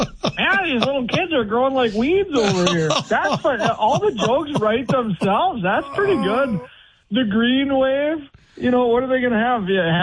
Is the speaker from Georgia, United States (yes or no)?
no; East Grand Forks, Minnesota, United States; Ryan, you know, I grew up in East Grand Forks